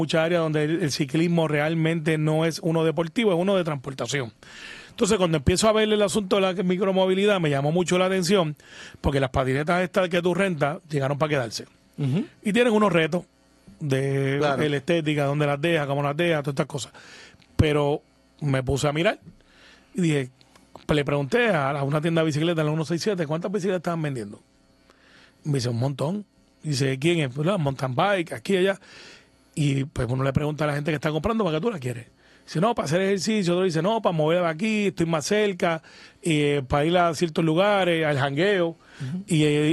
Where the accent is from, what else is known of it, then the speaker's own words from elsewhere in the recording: Puerto Rico; me enfiebré como buen puertorriqueño